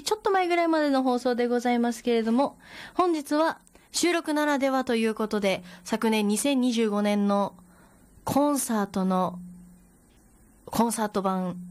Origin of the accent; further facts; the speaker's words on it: Kyushu, Japan; moved away as an adult; now in Saitama, Japan; 私九州生まれ、九州育ち、出てきてって言い方も変だけど、歌を、したくて埼玉県に上京したんですけど